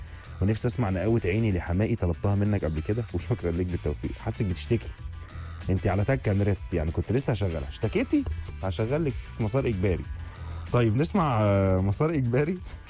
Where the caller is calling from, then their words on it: Luxor, Luxor Governorate, Egypt; انا اول مره ابعت لك، انا من الاقصر بسمعك من التلفزيون